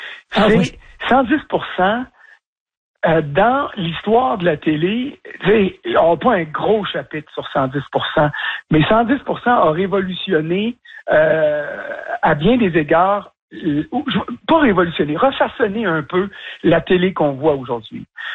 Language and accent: French; Sherbrooke, Quebec, Canada; moi j'ai grandi à Sherbrooke et puis mes parents, mon père est déménagé à Québec, il avait été recruté par l'Université Laval.